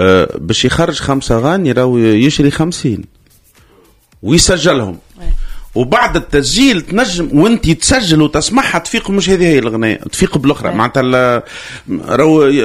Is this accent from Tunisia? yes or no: yes; Tunisia; احنا في تونسي خلصنا اقل من مصر واقل من السعوديه